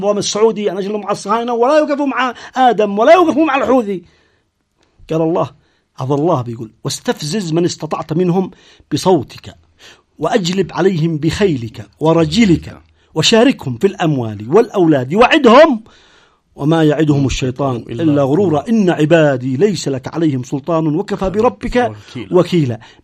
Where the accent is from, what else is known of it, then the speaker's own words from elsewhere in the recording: Yemen; شعبنا اليمني